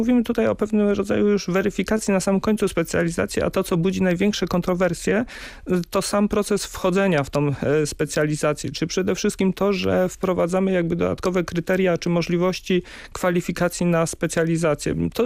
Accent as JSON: {"language": "Polish", "region": "Greater Poland Voivodeship", "country": "Poland", "said": "u nas w Wielkopolsce na przykład, które jest bardzo rozciągnięta"}